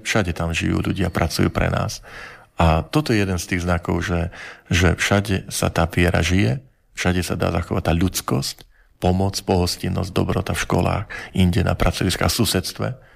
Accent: Žilina Region, Slovakia; ja som z Horavy, takže častokrát som mal pred očami, nikdy som tam nebol.

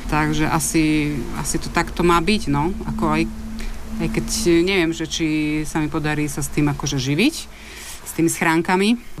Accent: Horná Mičiná, Banská Bystrica Region, Slovakia; now in Kremnica, Slovakia; Tak áno, sme v Kremnici, ale ja pochádzam z Hornej Myčnej pri Banskej Bystrici

